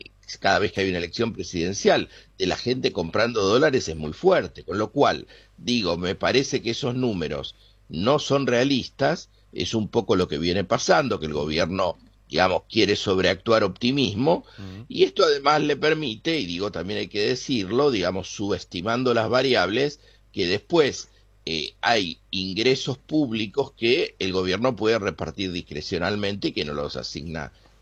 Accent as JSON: {"language": "Spanish", "country": "Argentina"}